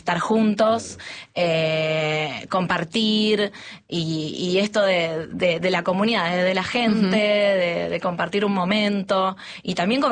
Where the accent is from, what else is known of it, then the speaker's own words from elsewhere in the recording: Buenos Aires, Argentina; Yo soy de Villa Luano, en donde casi no hay centros culturales. No había cuando yo era chica y tampoco hay ahora.